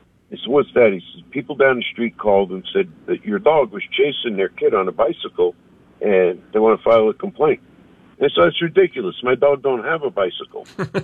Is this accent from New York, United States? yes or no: yes; Brooklyn, New York, United States; moved away; I mean, I came here from New York. I grew up in Brooklyn.